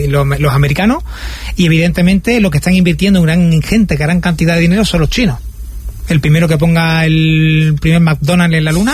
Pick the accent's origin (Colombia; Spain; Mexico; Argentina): Spain; me duele como español